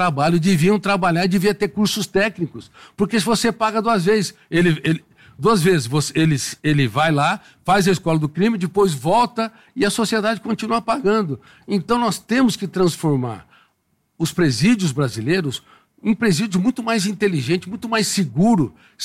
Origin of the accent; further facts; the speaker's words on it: Colina, São Paulo, Brazil; born there; na minha querida cidade, onde eu nasci, Colina.